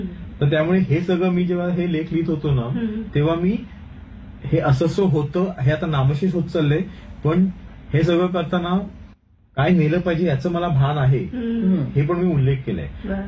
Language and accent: Marathi; Mumbai, Maharashtra, India; तर मी थोडासा मी वाढलोय जरी मुंबईला तरी मी म्हटलं ना की आईने माझ्यामध्ये ती ग्रामसंस्कृती रुजवलेली होती.